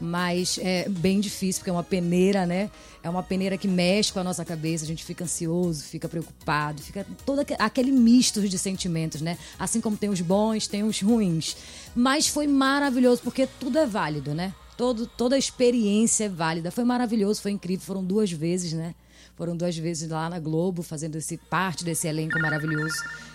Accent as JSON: {"language": "Portuguese", "region": "Pará", "country": "Brazil", "said": "Eu sou do Marajó, sou da ilha do Marajó."}